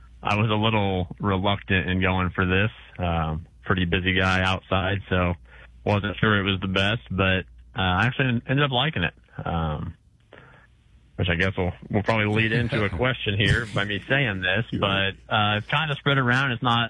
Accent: Villa Grove, Illinois, United States; also born or lived in Urbana; Like I said, I grew up in Urbana until I was 7 years old, and then my mom, my sister, and I all moved here to Villa Grove.

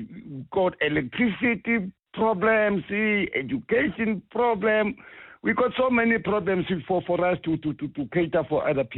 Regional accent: South Africa; No. I'm a South African. Let's start there. And I don't have any angaleli to go to any other continent. I'm good here in this continent.

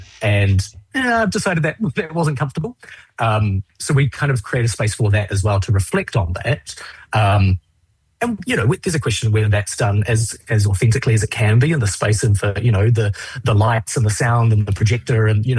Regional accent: New Zealand; Growing up in New Zealand, it was very much puberty was the kind of focus.

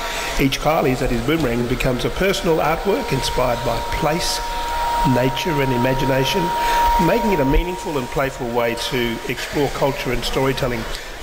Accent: Western Australia, Australia; I'm a Minang man myself, Goorang.

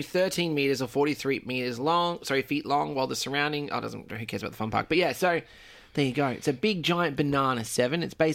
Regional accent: Coffs Harbour, New South Wales, Australia; moved away; I'm from Coffs Harbour.

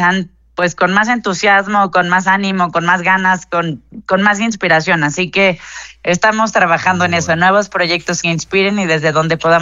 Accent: Mexico; como muchos mexicanos y mexicanas

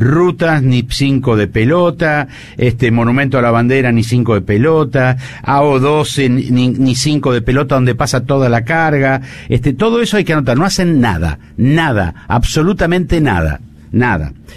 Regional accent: Santa Fe, Argentina; somos los santafesinos

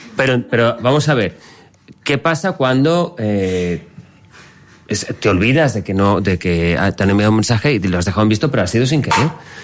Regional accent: Valencian Community, Spain; Siendo yo valenciano es una expresión complicada.

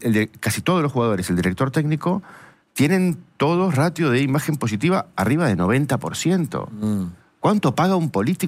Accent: Argentina; Esos somos los argentinos.

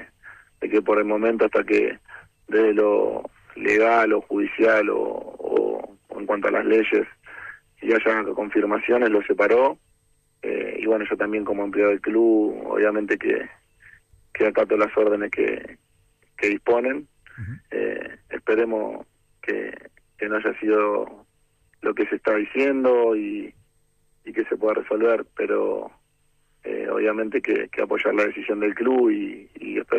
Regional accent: Argentina; porque es algo que tenemos nosotros como argentinos

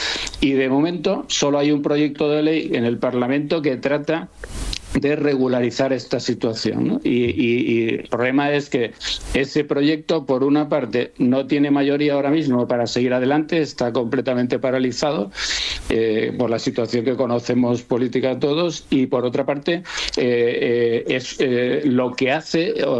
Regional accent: Canary Islands, Spain; born there; es verdad que yo nací en Canarias

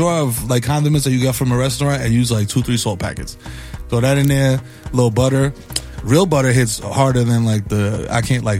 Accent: Dominican Republic; As a Dominican

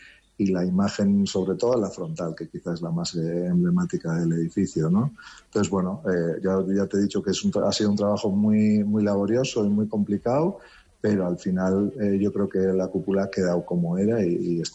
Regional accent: San Sebastián, Basque Country, Spain; soy ciudadano de San Sebastián

